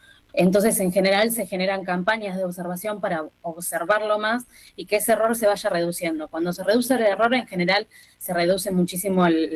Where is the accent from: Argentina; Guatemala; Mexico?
Argentina; Bahía Blanca, Buenos Aires Province; moved away as an adult; Yo soy de Bahía Blanca